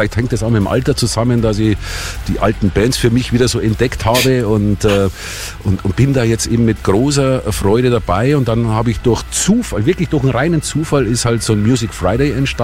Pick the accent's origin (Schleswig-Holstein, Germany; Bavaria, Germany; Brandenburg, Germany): Bavaria, Germany; Ja gut, du musst wissen, ich bin in Bayern aufgewachsen.